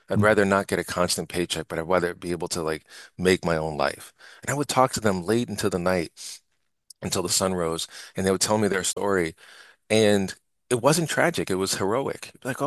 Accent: New York, United States; moved away; also born or lived in Pennsylvania; being born and raised in New York, but then spending time in Pennsylvania and spending time throughout the country.

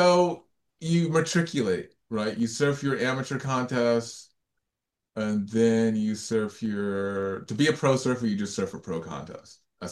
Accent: Virginia Beach, Virginia, United States; I'm from Virginia Beach.

